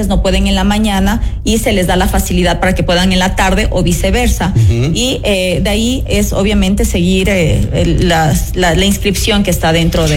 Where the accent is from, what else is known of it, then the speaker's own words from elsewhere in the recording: Ecuador; porque eso es lo que necesitamos como ecuatorianos